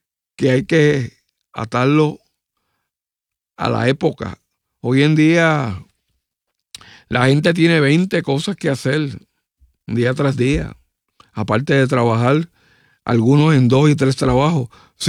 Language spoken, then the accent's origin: Spanish; Puerto Rico